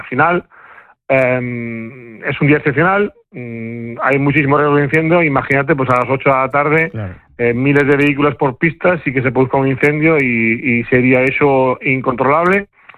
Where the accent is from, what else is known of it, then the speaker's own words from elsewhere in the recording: Spain; al final somos españoles